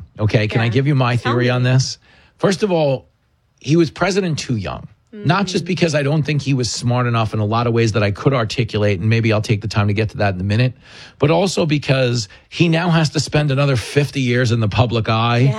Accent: New York, United States; Like, so I grew up on Long Island. And I remember growing up here when I had never left here

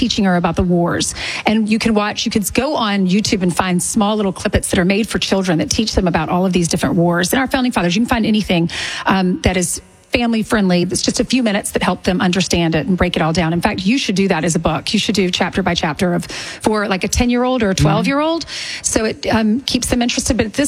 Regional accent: South Carolina, United States; I remember I grew up in South Carolina, and we would go to the battle at Cowpens.

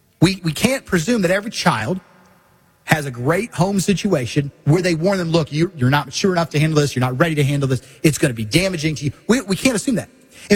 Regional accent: Missouri, United States; I'm from Missouri.

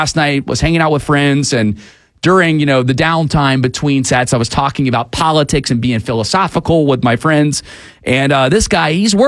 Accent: Georgia, United States; my home state of Georgia

